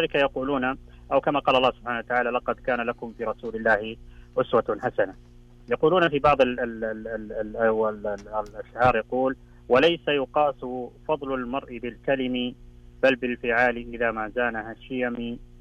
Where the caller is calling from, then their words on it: Jeddah, Makkah Province, Saudi Arabia